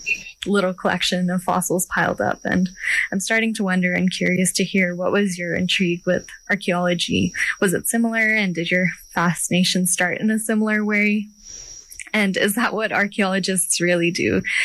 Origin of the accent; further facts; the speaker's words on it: Saskatoon, Saskatchewan, Canada; so I grew up in Saskatoon